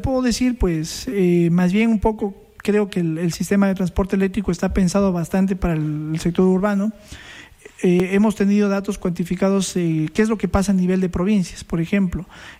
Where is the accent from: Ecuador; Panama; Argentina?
Ecuador; Loja; al menos nosotros que somos de Loja